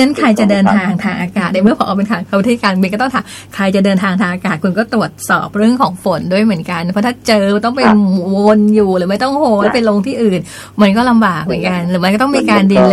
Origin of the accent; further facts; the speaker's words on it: Southern Thailand, Thailand; คือดิฉันเป็นคนใต้ไงคะ